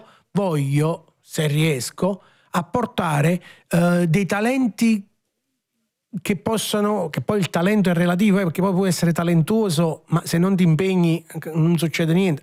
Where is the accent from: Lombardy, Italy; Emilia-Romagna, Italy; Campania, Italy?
Campania, Italy; San Giorgio a Cremano; born there; Perché poi tra l'altro io sono nato a San Giorgio a Cremano, dunque io Troisi l'ho respirato, l'ho vissuto